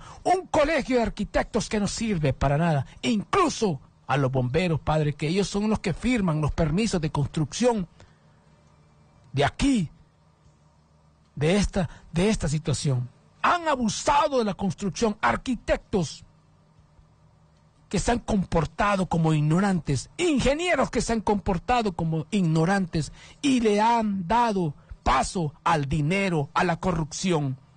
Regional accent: Honduras

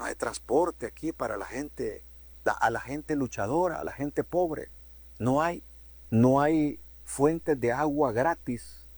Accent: Choluteca, Honduras; born there; now in Tegucigalpa, Honduras; mi pueblo de Cholutec. Yo soy de Cholutec.

